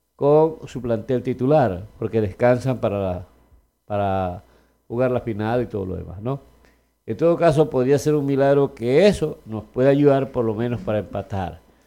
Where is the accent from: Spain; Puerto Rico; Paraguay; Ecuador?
Ecuador